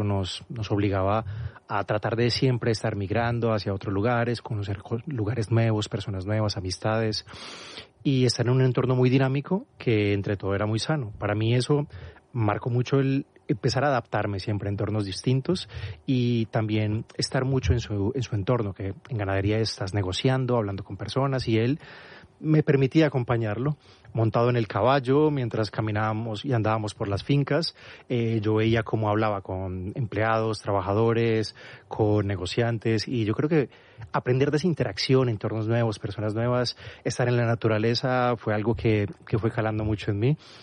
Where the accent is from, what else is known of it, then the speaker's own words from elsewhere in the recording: Medellín, Antioquia, Colombia; also born or lived in Marinilla / Manizales / Turbo / Montería; Sí, en Medellín empecé a vivir desde los 12 años. Ajá. A ver, empezamos Yo nací en Medellín, después de eso mis padres se fueron a Marinilla, que es un, haz de cuenta como decir, vivo en la sierra, uh-huh.